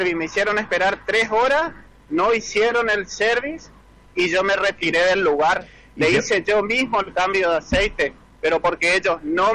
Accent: Argentina; born there; Yo soy argentino, hijo de argentino y nacido en Argentina.

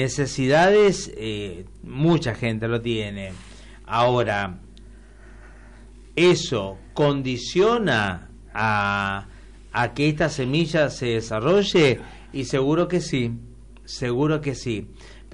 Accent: Argentina

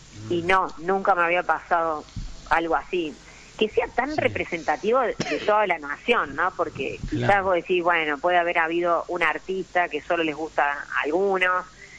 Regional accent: Argentina; Me pesa porque yo soy muy argentina. Amo mi país, amo mi nación.

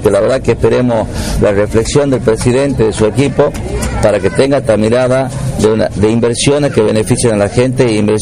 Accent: Argentina

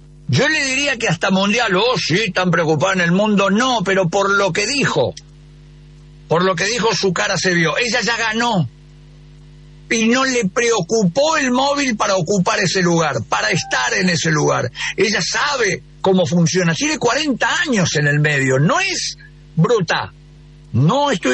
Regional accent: Argentina; Todos los argentinos vamos a estar frente al tele.

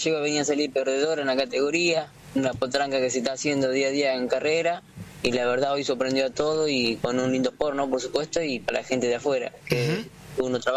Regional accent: Olavarría, Buenos Aires Province, Argentina; Yo soy de Olavarría

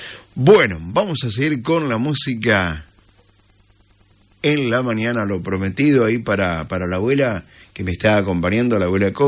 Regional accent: Urdampilleta, Buenos Aires Province, Argentina; moved away as an adult; now in Bolívar, Argentina; cuando yo daba mis primeros pasos acá en la ciudad de Bolívar, ustedes saben que soy de Urdón Villeta, el otro pueblito

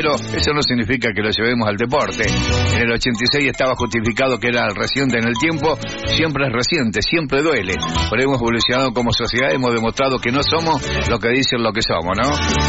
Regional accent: Argentina; Bueno, sí somos los argentinos, ¿no?

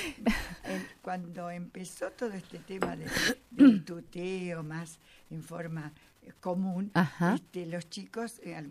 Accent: Rosario, Santa Fe, Argentina; born there; now in Ramallo, Argentina; si bien soy nacida en Rosario, pero tengo mucho más de ramallense que de rosarina.

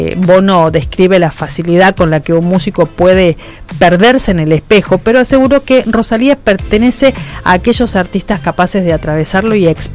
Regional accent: Argentina; nosotros como argentinos

